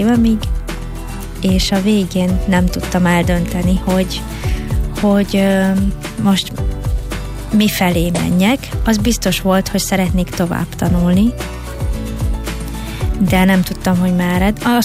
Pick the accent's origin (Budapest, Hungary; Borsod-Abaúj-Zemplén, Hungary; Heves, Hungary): Budapest, Hungary; also born or lived in Hodász, Szabolcs-Szatmár-Bereg; Én már Budapesten születtem, édesanyám Szabolcs megyében hodászon nőtt fel, és én is a nyaraimat és az ünnepeket ott töltöttem a rokonokkal